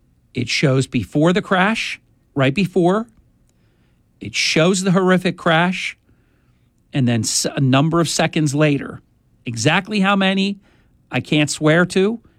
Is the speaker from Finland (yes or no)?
no; United States; Just as an American, I was so proud.